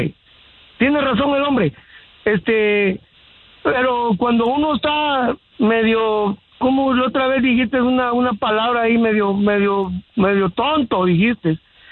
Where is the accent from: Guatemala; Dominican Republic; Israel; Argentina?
Guatemala; le deberías de ir a la selección de Guatemala porque sos guatemalteco, ¿verdad? Entonces le digo yo, tenés razón, no te voy a refutar por eso, ¿verdad?